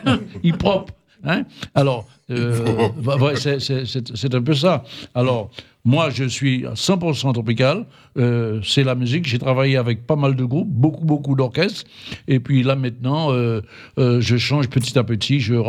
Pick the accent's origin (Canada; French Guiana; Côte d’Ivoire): French Guiana; Comme je dis, je suis Guyanais.